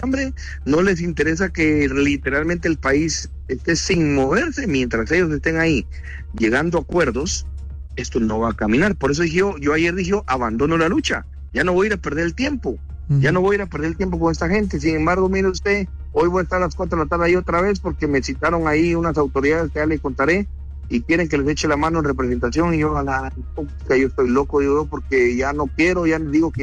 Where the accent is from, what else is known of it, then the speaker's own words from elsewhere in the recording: Guatemala; somos nosotros los guatemaltecos los responsables